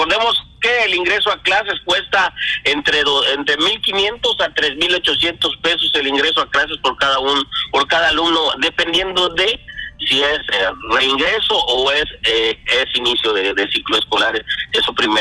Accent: Mexico; como buenos mexicanos dejamos todo a lo último.

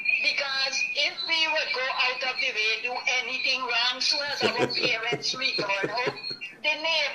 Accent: Good Fortune, Guyana; now in Canal No. 2, Guyana; We used to live in Good Fortune, 2 miles.

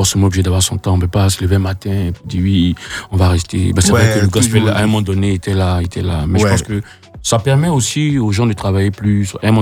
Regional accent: Côte d’Ivoire; Je veux dire, nous, on est des Ivoiriens, on est des Africains.

